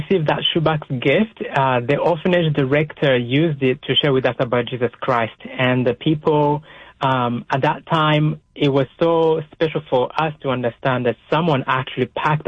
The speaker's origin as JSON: {"language": "English", "country": "Rwanda", "tie": "born or raised there", "moved": "yes", "said": "when I was 7 years old growing up in Rwanda."}